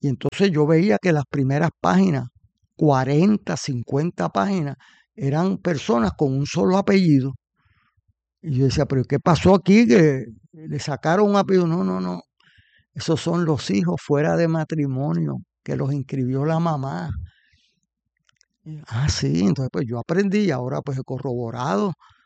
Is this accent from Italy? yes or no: no; Puerto Rico; en mi país. Pues en Puerto Rico